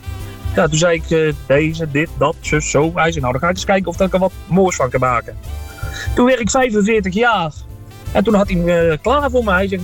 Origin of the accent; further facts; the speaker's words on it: Tiel, Gelderland, Netherlands; moved away; Ik kom oorspronkelijk uit Tiel